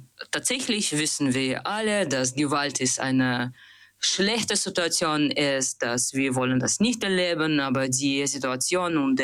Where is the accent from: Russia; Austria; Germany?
Russia; German is a second language; moved away; Ich bin Anarchist und Aktivist und Feminist. Ich bin aus Russland